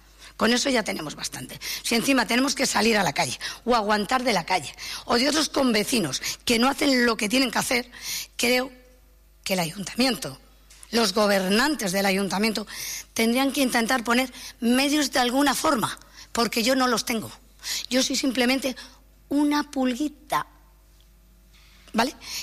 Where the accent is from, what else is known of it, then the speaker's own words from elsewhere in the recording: San Andrés de la Barca, Catalonia, Spain; Soy nativa de San Andrés de la Barca, aunque no soy nacida aquí. Pero vine cuando tenía 9 años, en el 74, al Palau.